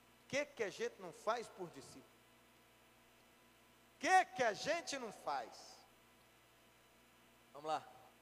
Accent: Bahia, Brazil; Eu sou baiano em quase todas as coisas, menos nessa comida.

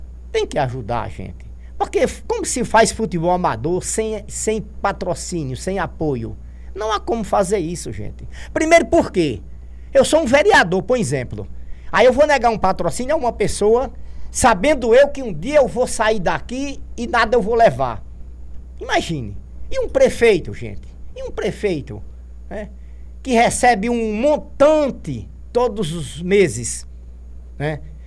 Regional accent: Brazil; Porque nós somos um país rico, né?

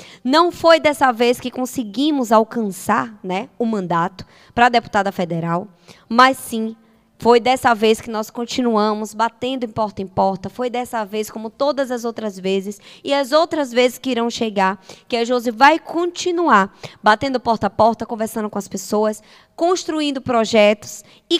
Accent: Coração de Maria, Bahia, Brazil; ao Coração de Maria, que é minha terra natal

